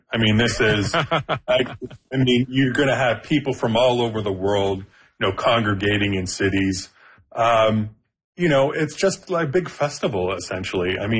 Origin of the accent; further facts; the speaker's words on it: Toronto, Ontario, Canada; the fact that it's in my hometown, I mean, I can walk to BMO Field.